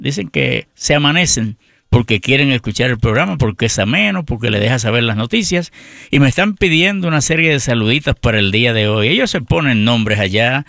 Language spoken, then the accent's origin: Spanish; Puerto Rico